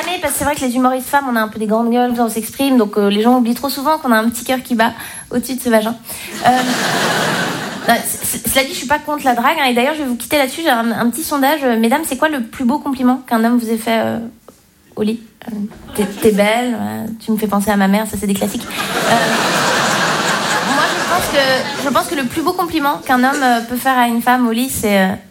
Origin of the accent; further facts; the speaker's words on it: Romandy, Switzerland; Donc moi, je viens de Suisse romande, chez moi, on parle français, mais en même temps, on n'a pas la même psychologie que les Français.